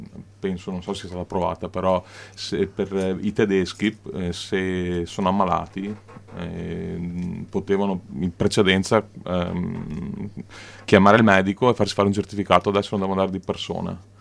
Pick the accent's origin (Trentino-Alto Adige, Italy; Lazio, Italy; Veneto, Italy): Veneto, Italy; Castelfranco Veneto; Sono di Castelfranco Veneto, in provincia di Treviso